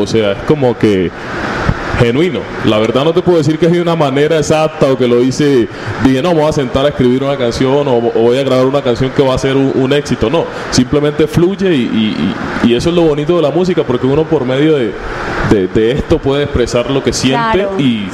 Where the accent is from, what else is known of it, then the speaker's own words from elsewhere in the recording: Quibdó, Chocó, Colombia; now in Cali, Colombia; soy de Quibdó, soy chocoano, pero estoy viviendo acá en Cali hace 2 años ya